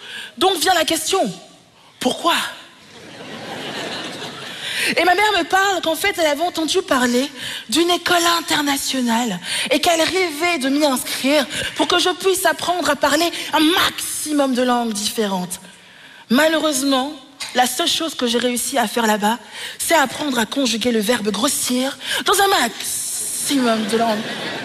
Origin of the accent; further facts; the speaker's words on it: DR Congo; Vu qu'on est congolais, c'est possible que quelqu'un s'appelle comme ça.